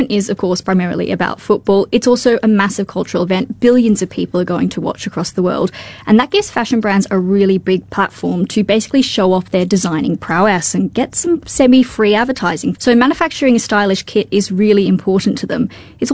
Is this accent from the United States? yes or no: no; Australia; And yes, as an Aussie, I hate to say it